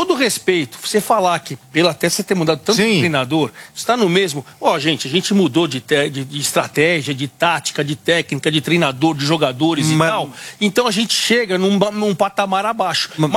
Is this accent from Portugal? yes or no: no; Brazil; Mas eu sou brasileiro e acredito